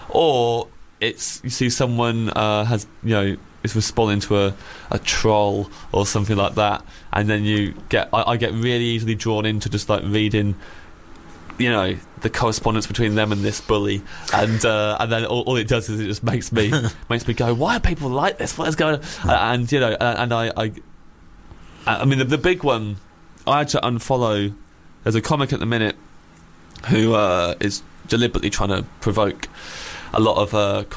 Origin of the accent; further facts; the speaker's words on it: Kettering, East Midlands, United Kingdom; moved away; I grew up in Kettering in Northamptonshire.